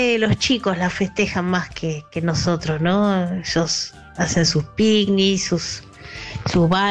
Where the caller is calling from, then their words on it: Buenos Aires, Argentina; de Caballito